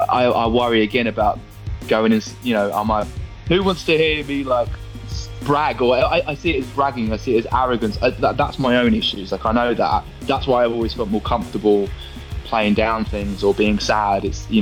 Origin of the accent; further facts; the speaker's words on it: United Kingdom; accent: British; my accent comes out without me trying to. So I can understand the sort of, like, British-ness in there.